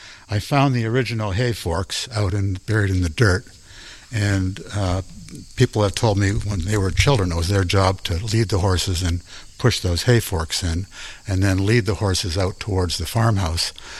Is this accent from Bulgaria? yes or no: no; Canada; now in Iowa, United States; I'm not from Iowa, and I'm not a farm boy, and it's worse than that, I'm not even from the United States, I'm from Canada.